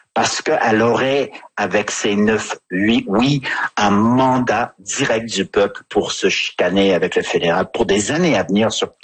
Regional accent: Quebec, Canada; Je me permets juste en conclusion sur l'Alberta en tant que Québécois d'ajouter que je trouve quand même le processus en Alberta un peu chaotique.

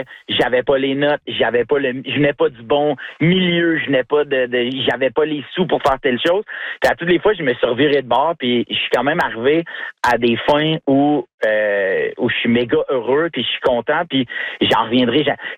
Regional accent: Laval, Quebec, Canada; Je viens de Laval, puis je nous connais.

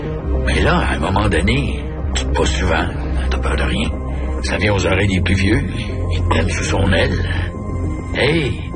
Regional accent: Quebec City, Quebec, Canada; J'ai été élevé à Saint-Roch, jusqu'à Limoilou, j'avais rien.

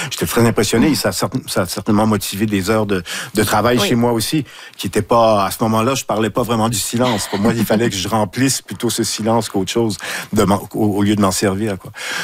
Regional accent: Saguenay, Quebec, Canada; C'est le milieu d'où je viens. Je viens de Saguenay.

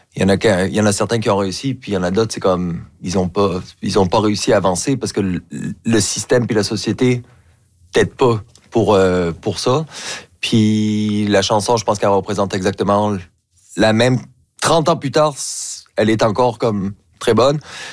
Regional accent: France; Chez moi en France, c'est comme c'est du déjà vu

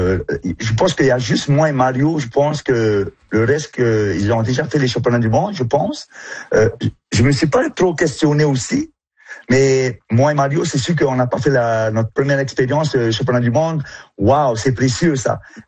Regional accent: French Polynesia; Ben, chez nous, en Polynésie, c'était une pirogu

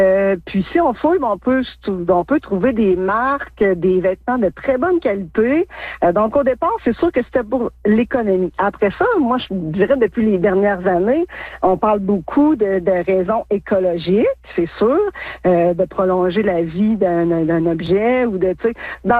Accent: La Sarre, Quebec, Canada; Oui, moi, je suis originaire de la Sarre. J'ai grandi toute ma jeunesse jusqu'à mon secondaire 5 à la Sarre.

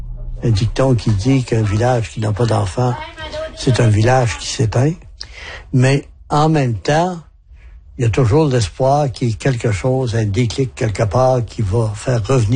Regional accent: Tête-à-la-Baleine, Quebec, Canada; J'ai grandi ici à Tétalavanen. À l'âge de 15 ans, je suis parti pour des études et je suis revenu à l'âge de 24 ans comme enseignant.

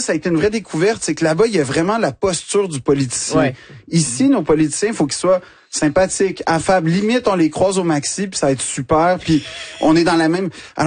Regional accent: Quebec, Canada; now in France; je suis Québécois. Donc, en fait, je suis pas un Français, je suis un Québécois qui est en France.

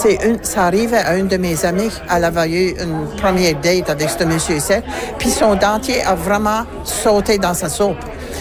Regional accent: Nova Scotia, Canada; Ben moi, je viens de Baie-Sainte-Marie.

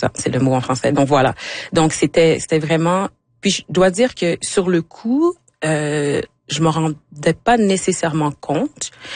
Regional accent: Quebec, Canada; moved away; je suis partie du Québec, ça fait comme 7 ans.

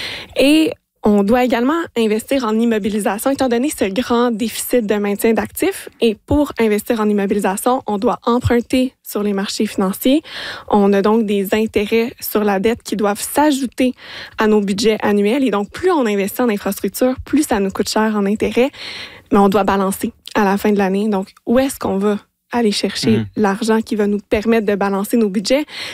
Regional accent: Longueuil, Quebec, Canada; chez nous à Longueuil

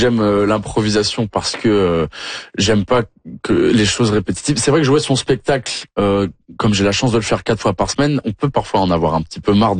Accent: Occitanie, France

